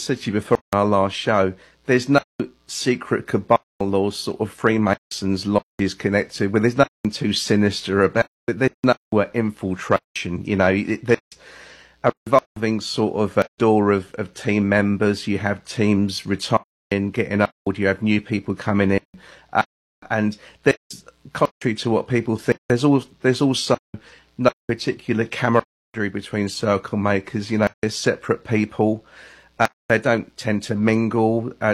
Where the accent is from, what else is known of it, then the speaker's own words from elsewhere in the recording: England, United Kingdom; That made me feel really at home as an Englishman.